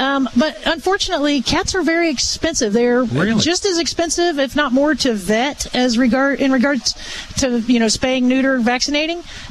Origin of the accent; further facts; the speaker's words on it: Buckhart, Illinois, United States; Born and raised in Buckhart.